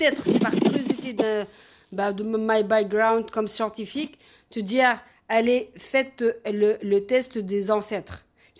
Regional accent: Montreal, Quebec, Canada

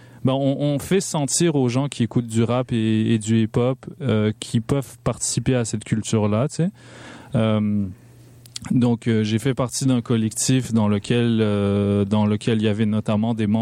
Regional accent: Montreal, Quebec, Canada; j'ai grandi à Ville-Saint-Laurent.

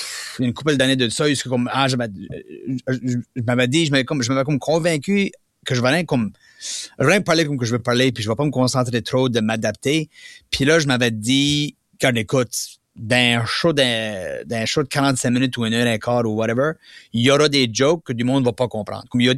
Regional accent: Baie Sainte-Marie, Nova Scotia, Canada; accent: Acadian (Baie Sainte-Marie); moved away; je viens de la Baie-Saint-Marie, en Nouvelle-Écosse, qui a un accent assez particulier, tu sais, quand même. C'est pas un accent du Nouveau-Brunswick, c'est un accent dit vraiment de là, tu sais. On sait vraiment que tu viens de là quand tu l'entends.

